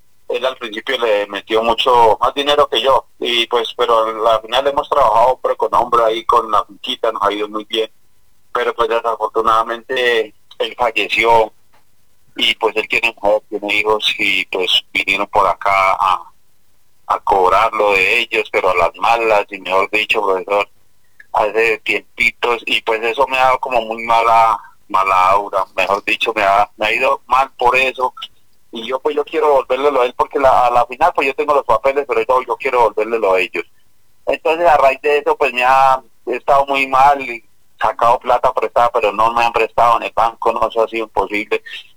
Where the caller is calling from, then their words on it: Samacá, Boyacá, Colombia; Lo estoy llamando desde Samacá, Boyacá